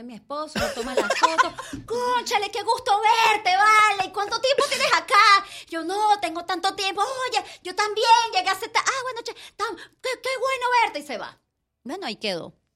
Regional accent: Venezuela; moved away

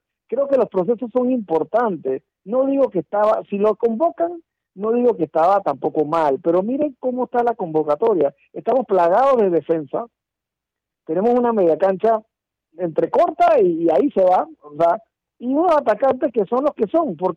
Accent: Panama

